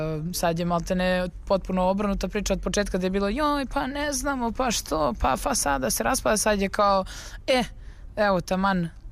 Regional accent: Čačak, Šumadija and Western Serbia, Serbia; odrasli smo u Čačku.

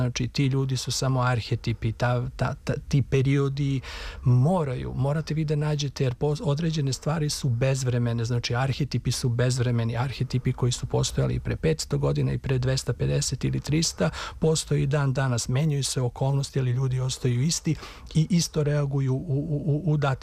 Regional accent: Serbia; ajde, ja sam Srbin, pa Srbija mora da bude lepa, dobra.

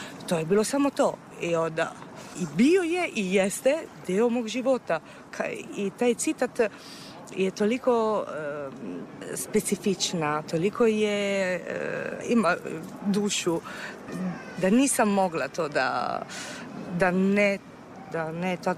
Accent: Bari, Apulia, Italy; Serbian is a second language; now in Serbia; dolazim iz Barija, i to je to.

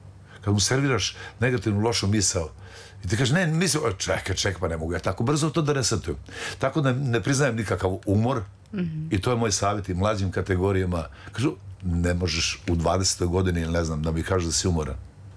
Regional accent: Loznica, Šumadija and Western Serbia, Serbia; ja sam inače Lozničanin, rođen sam u Loznici

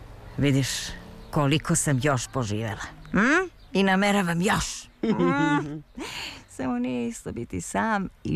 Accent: Brankovina, Kolubara District, Serbia; born or raised there; also born or lived in Rabrovica

